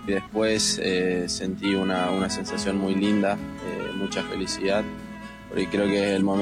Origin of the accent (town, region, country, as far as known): Misiones, Argentina; born or raised there; moved away